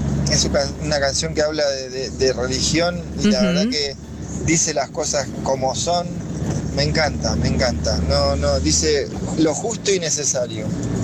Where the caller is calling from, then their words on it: Luis Guillón, Buenos Aires Province, Argentina; de Luis Guillón